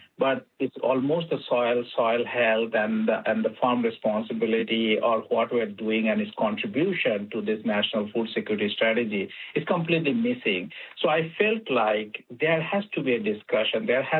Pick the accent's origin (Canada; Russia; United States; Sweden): Canada; how do we connect that so that we can see, as a Canadian, we feel less stress when we buy food?